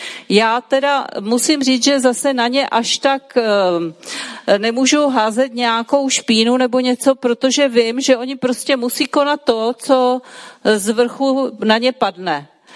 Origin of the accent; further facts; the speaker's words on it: Ostrava, Moravian-Silesian Region, Czechia; moved away; já jsem původem z Ostravy, tam byla opravdu měsíční krajina po těch uhelných dolech